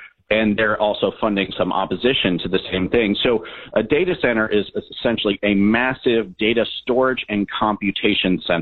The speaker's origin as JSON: {"language": "English", "region": "Ohio", "country": "United States", "tie": "born or raised there", "said": "So I remember growing up in Northeast Ohio, there was this idea of energy production that would be coming there. And this was very exciting in Northeast Ohio"}